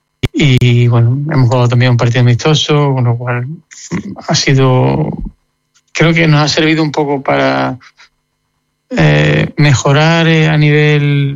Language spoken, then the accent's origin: Spanish; San Fernando, Andalusia, Spain; me dediqué un tiempo a reflotar al club de mi pueblo, San Fernando, y estaba a gusto ahí